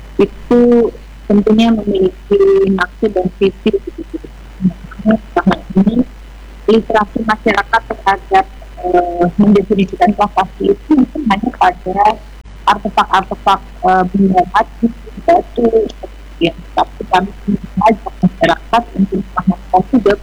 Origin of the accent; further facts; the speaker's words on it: West Java, Indonesia; kita sebagai Sunda.